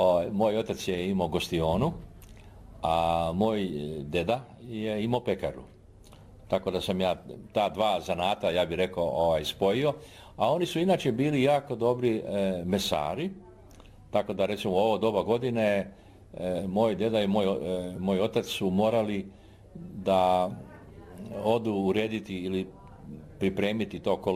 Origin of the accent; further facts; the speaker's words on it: Karlovac, Karlovac County, Croatia; ja sam odrastao u Karlovcu